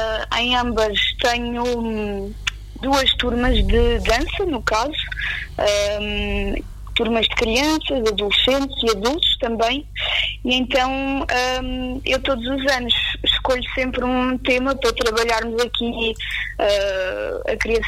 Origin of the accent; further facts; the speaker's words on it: Abrantes, Santarém, Portugal; also born or lived in Switzerland; Que eu, na altura, vim da Suíça, formei-me lá como bailarina, intérprete em dança contemporânea, e quando cheguei cá a Abrantes achei que realmente a nossa cidade estava a precisar